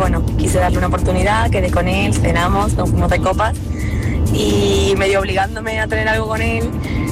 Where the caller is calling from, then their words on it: Seville, Andalusia, Spain; Soy de Sevilla.